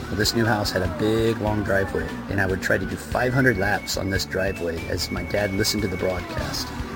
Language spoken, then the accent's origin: English; Goshen, Indiana, United States; from Goshen, Indiana.